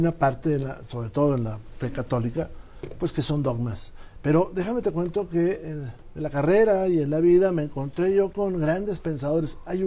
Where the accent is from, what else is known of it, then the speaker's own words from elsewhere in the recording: Coahuila, Mexico; En mi tierra hubo algunos, pocos, en el sur, en Parras y en Saltillo